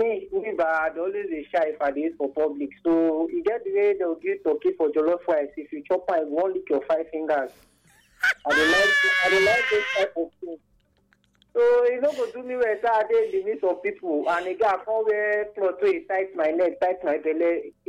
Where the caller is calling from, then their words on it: Guinea; I'm calling from New Guinea.